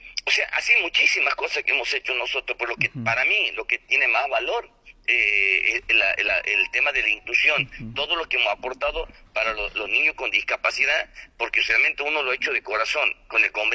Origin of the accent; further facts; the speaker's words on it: Loreto, Santiago del Estero, Argentina; nosotros en Loreto?